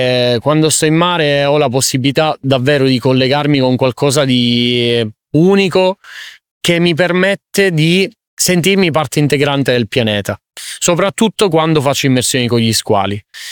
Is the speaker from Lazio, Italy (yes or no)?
no; Sicily, Italy; Io da siciliano sono cresciuto nel mare della Sicilia, ho avuto tante esperienze in mare